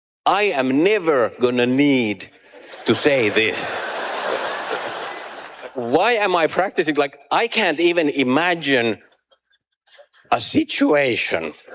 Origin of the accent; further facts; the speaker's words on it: Finland; English is a second language; moved away; yes, I am from Finland.